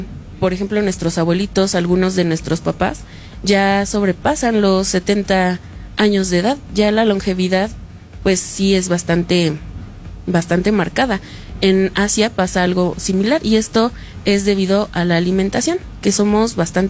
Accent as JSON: {"language": "Spanish", "country": "Mexico", "said": "Nosotros como mexicanos a veces llegamos a ser un tanto soberbios"}